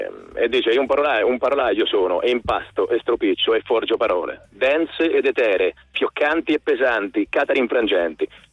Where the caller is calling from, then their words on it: Fermo, Marche, Italy; Chiamo da Fermo, nelle Marche.